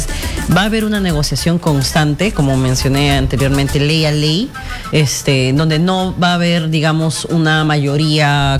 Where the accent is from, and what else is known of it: Peru